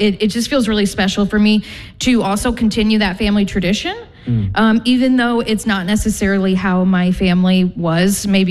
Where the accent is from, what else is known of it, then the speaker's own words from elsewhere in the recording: Iowa, United States; from Over the Moon Farm, and I grew up on a family farm in Iowa, a pretty typical family farm